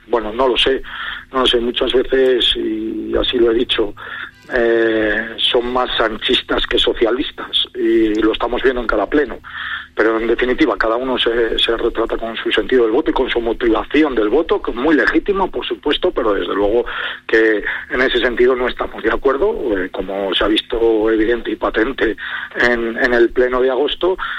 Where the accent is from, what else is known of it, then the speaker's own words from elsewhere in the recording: Spain; como españoles que somos.